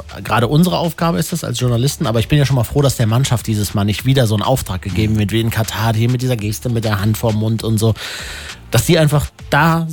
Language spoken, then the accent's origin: German; Germany; Sind wir als Deutsche zu sehr Moralapostel manchmal?